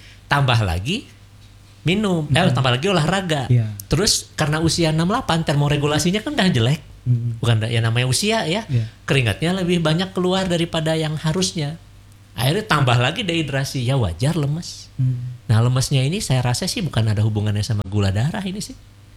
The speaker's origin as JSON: {"language": "Indonesian", "region": "Jakarta", "country": "Indonesia", "tie": "born or raised there", "said": "Kan saya pernah tinggal di Jakarta dulu, besarnya di Jakarta saya."}